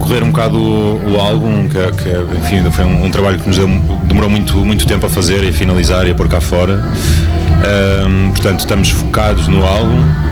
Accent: Porto, Norte, Portugal; moved away as an adult; now in Lisbon, Portugal; Na verdade, eu sou do Porto, nasci no Porto e passei lá a minha juventude, mas vivo atualmente em Lisboa. Eu e muitos amigos e jovens portugueses que vivem entre duas cidades.

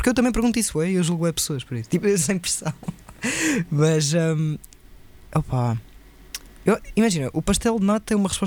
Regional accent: Portugal; enquanto portugueses

